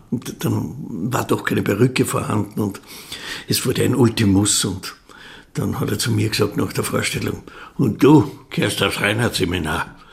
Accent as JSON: {"language": "German", "town": "Mautern", "region": "Styria", "country": "Austria", "tie": "born or raised there", "also_born_or_lived": "Eisenerz", "said": "Ich bin in Mautern halt in die Volks- und Hauptschule gegangen"}